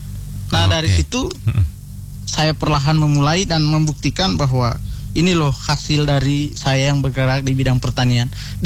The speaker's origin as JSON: {"language": "Indonesian", "region": "East Nusa Tenggara", "country": "Indonesia", "said": "karena doktrin tadi masih melekat dalam diri saya sebagai orang Flores gitu."}